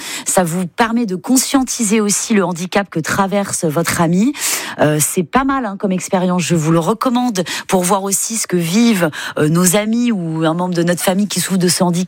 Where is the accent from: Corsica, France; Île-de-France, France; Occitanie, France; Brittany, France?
Brittany, France; Quand c'est froid, comme chez moi en Bretagne, une combi, et puis c'est parti.